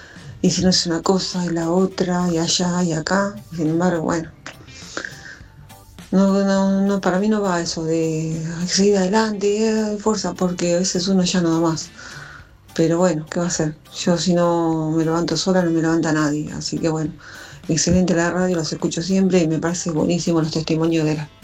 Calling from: Martín Coronado, Buenos Aires Province, Argentina; soy de Martín Coronado, partido 3 de febrero.

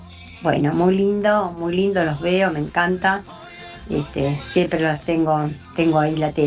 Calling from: Temperley, Buenos Aires Province, Argentina; de Temperley

